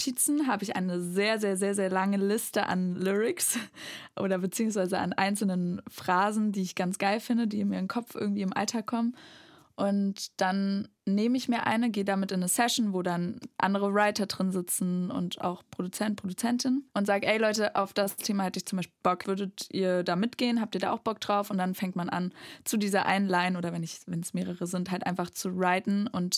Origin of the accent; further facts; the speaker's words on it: Erfurt, Thuringia, Germany; ich halt in Erfurt aufgewachsen.